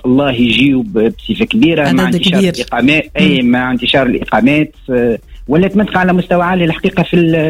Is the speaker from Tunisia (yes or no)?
yes; Rejiche, Mahdia Governorate, Tunisia; born there; now in Ben Arous, Tunisia; انا بحكم خنتي مانيش مقيم برشا في رجيش.